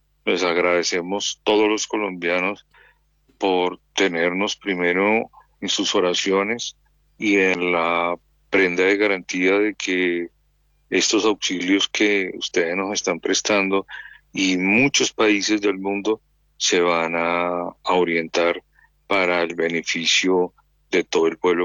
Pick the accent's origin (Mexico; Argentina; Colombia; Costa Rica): Colombia; como buenos colombianos, gente pujante, gente berraca, nos ayudamos unos entre otros